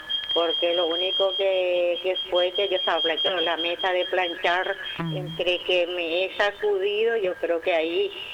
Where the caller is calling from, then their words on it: Asunción, Paraguay; De acá, de Asunción, de Santísima Trinidad.